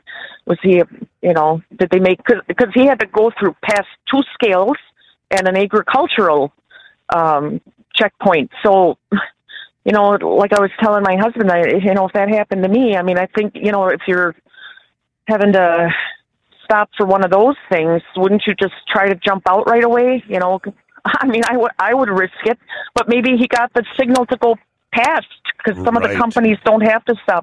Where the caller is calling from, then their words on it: Florida, United States; we hail from Florida